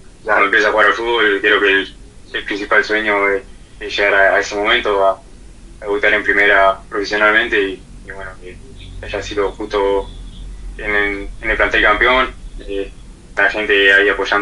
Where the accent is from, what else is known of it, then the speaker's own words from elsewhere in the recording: San José, Uruguay; moved away; yo tengo 19 años y soy de San José.